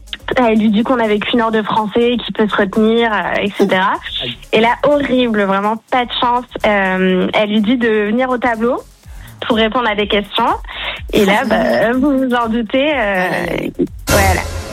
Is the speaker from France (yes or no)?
yes; Toulouse, Occitanie, France; Coucou, moi je suis de Toulouse.